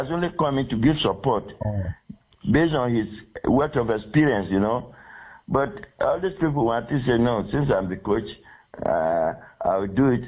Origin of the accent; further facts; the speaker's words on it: Nigeria; I'm a Nigerian.